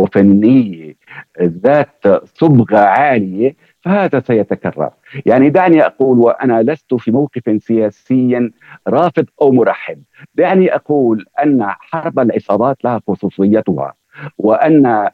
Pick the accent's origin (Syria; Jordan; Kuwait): Syria